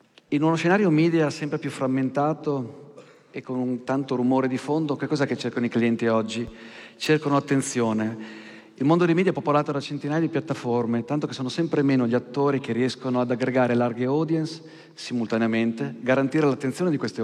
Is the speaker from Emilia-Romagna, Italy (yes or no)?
yes; Emilia-Romagna, Italy; la Romagna, che la mia terra natia